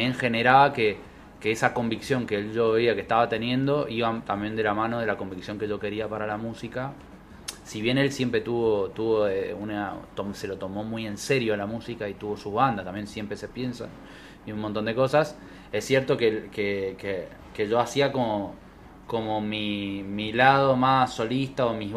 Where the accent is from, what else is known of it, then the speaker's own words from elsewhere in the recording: Mendoza, Argentina; moved away; somos hermanos, que somos mendocinos